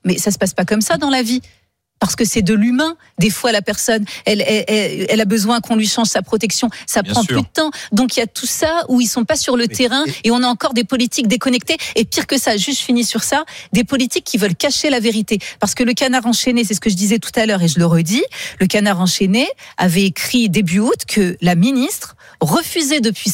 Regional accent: Poitiers, Nouvelle-Aquitaine, France; parce que moi, j'ai grandi à Poitiers, donc mes amis sont aussi dans des petites villes, dans des villages

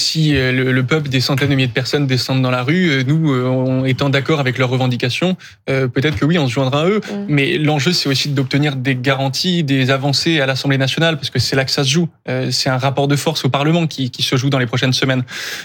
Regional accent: Occitanie, France; Moi, je viens du Tarn, un département où tous les services publics ont disparu.

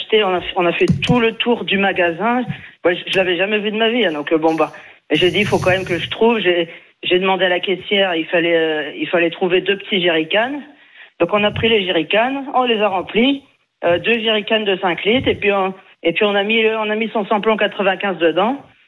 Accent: Pays de la Loire, France; C'est parce que comme je suis originaire des Pays de la Loire, là d'ailleurs j'habite en Mayenne

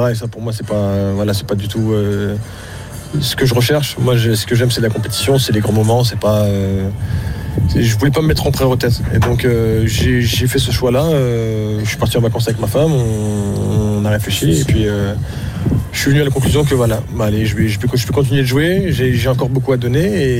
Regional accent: Charenton-le-Pont, Île-de-France, France; moi, déjà, je suis de Charenton

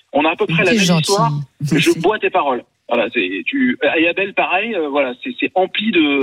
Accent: France; born there; now in Le Mans, France; moi je suis né en France d'un papa qui n'est pas né en France, qui a vécu en France quand il est arrivé, et je me sens. Alors, je vais pas dire plus français que d'autres, mais je me sens français

